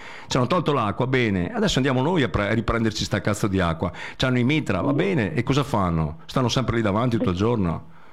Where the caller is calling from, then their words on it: Veneto, Italy; qui nel Veneto noi abbiamo fatto il disastro.